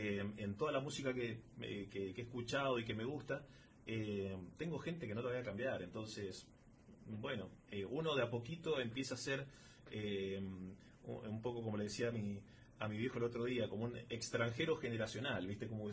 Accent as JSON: {"language": "Spanish", "town": "Malargüe", "region": "Mendoza", "country": "Argentina", "tie": "born or raised there", "also_born_or_lived": "San Rafael", "said": "soy concebido en San Rafael, gestado acá en Malargüe, nacido en San Rafael, criado"}